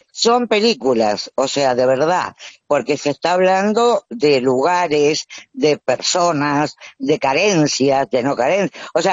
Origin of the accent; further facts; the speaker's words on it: Avellaneda, Buenos Aires Province, Argentina; yo soy de Avellaneda y amo Avellaneda